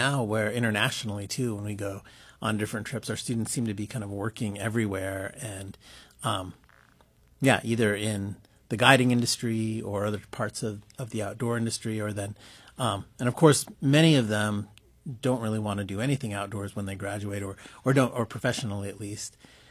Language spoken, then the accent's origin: English; Anchorage, Alaska, United States; now in Juneau, United States; Well, I was born in Anchorage and grew up in Anchorage.